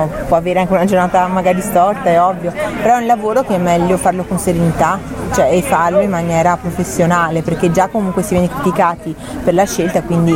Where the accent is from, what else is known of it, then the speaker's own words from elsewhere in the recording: Venice, Veneto, Italy; ovvio che io sono di un'isola di Venezia, no? Sono veneziana, l'isola si era divisa all'epoca